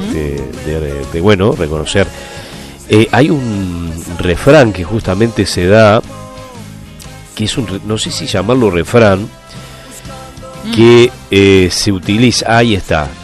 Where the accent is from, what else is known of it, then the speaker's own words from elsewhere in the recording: Uruguay; hoy somos más uruguayos que el mate.